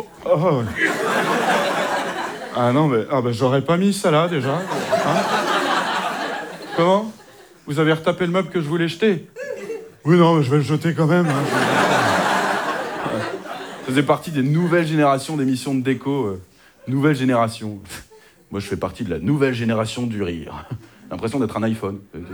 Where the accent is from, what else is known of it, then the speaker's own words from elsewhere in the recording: Hauts-de-France, France; moi je suis du Nord-Pas-de-Calais, on fait pas ça chez vous